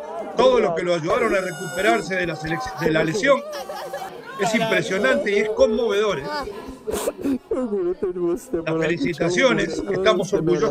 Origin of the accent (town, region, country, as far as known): Uruguay